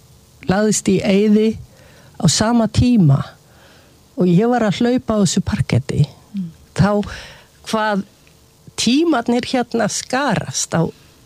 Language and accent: Icelandic; Reykjavík, Capital Region, Iceland; við ólumst upp á Kleppsholtinu sem þá var útkverfi undir 12-hæðablokkunum og með útsýni við flóan það var gott og maður sá lægðirnar fara yfir Reykjavík